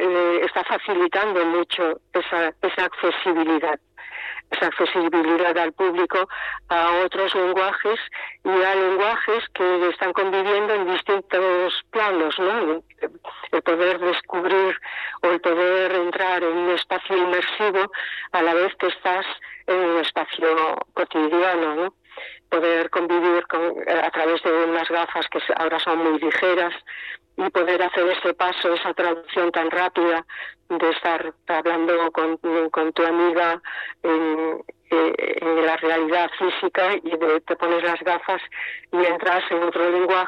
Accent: Galicia, Spain; Catalan is a second language; now in Barcelona, Spain; bueno, soc en gallega, però bueno, considero de Barcelona perquè porto molts anys aquí.

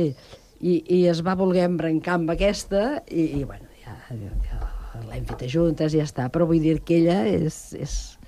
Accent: Sant Cugat del Vallès, Catalonia, Spain; born there

